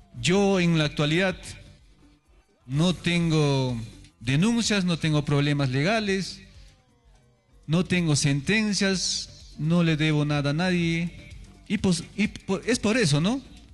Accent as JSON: {"language": "Spanish", "area": "Carlos Fermín Fitzcarrald Province", "region": "Ancash", "country": "Peru", "said": "nuestros hermanos de acá, de nuestra provincia Fiscarral."}